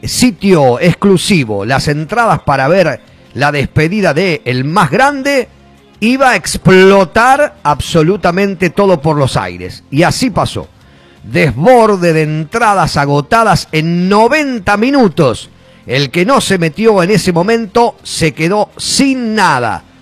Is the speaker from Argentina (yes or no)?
yes; Argentina